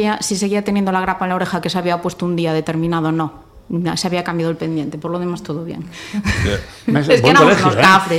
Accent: Narón, Galicia, Spain; Yo soy de Narón. Vale. De toda la vida de Dios, de Jubia, de toda la vida de Dios, mis 46, allí.

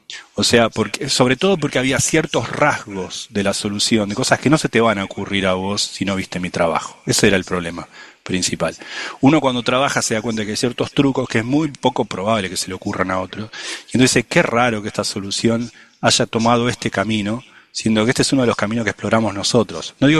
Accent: Argentina; yo como argentino uso un solo apellido

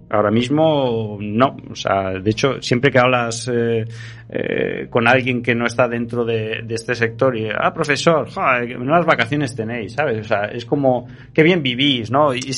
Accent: Basque Country, Spain; dicen de los gallegos y los vascos, ya, yo soy vasco.

